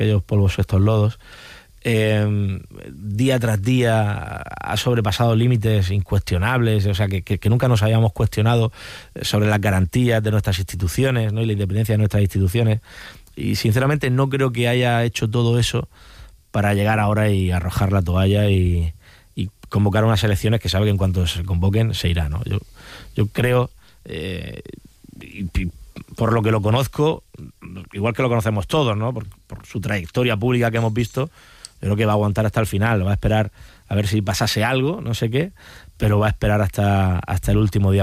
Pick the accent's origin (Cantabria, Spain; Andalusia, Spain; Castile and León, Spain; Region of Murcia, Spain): Region of Murcia, Spain; trabajar por los murcianos y trabajar por mi tierra